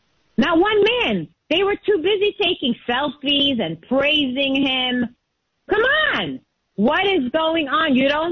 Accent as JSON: {"language": "English", "town": "Brooklyn", "region": "New York", "country": "United States", "tie": "born or raised there", "said": "I was born in Maimonides. I grew up in Flatbush, Brooklyn, always in Borough Park because of my bubby, you know, my grandmother."}